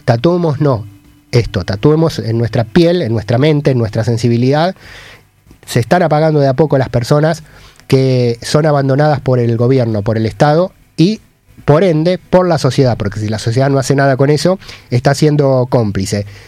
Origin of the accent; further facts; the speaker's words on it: Argentina; somos latinoamericanos, somos argentinos